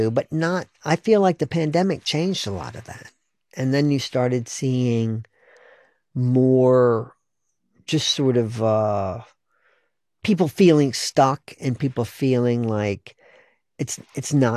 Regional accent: North Carolina, United States; also born or lived in Western New York State; Because I am an outsider, but I grew up in North Carolina, but my family moved from Western New York State when I was in second grade.

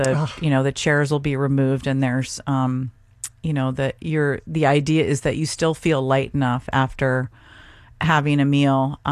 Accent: Seattle, Washington, United States; moved away; I come from Seattle, Washington, from a Norwegian family on both sides

